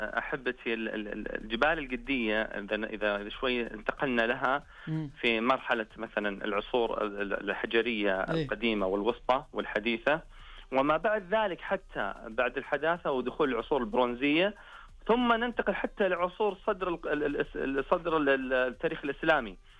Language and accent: Arabic; Saudi Arabia; now in Riyadh, Saudi Arabia; هذه هي ديرتنا فعلا.